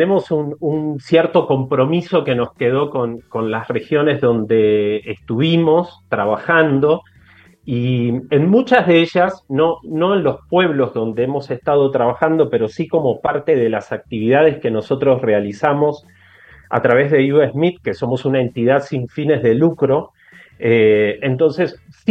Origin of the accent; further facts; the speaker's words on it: Argentina; moved away; also born or lived in Mexico / Peru; si se nota, soy argentino, pero ya hace varios años que vivo por fuera de Argentina y he tenido la posibilidad de vivir en México y en Perú